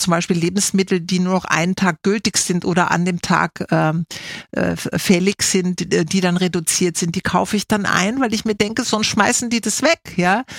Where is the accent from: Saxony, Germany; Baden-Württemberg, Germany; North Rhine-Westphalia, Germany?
North Rhine-Westphalia, Germany; Bielefeld; war ich in meiner Heimatstadt Bielefeld, wo ich geboren bin und zur Schule gegangen bin